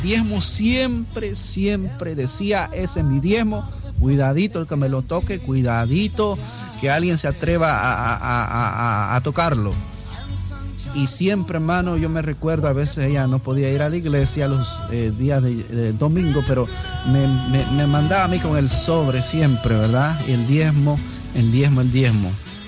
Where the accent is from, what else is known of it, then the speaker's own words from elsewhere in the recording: Chiapas, Mexico; moved away; originalmente yo soy de México, en el estado de Chiapas, y todas las mañanas entraba una emisora